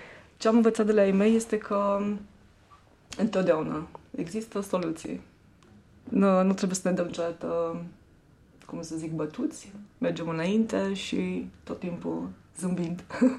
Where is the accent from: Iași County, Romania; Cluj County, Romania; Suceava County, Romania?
Cluj County, Romania; Cluj-Napoca; moved away as an adult; now in Germany; sunt clujeancă. Am copilărit, am crescut, am locuit până la vârsta de 36 de ani în Cluj, în cartierul Grigorescu, care se află pe malul Someșului. E un cartier foarte frumos. Provin într-o familie simplă, părinții mei muncitori